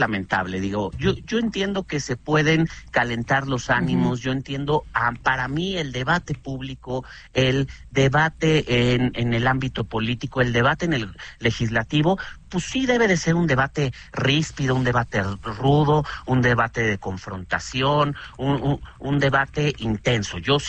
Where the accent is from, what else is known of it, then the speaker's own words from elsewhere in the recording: Mexico; seguimos siendo todos mexicanos y mexicanas